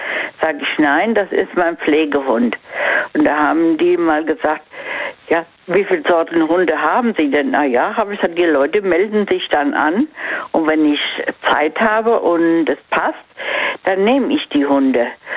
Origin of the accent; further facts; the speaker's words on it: Mainz, Rhineland-Palatinate, Germany; Von Mainz.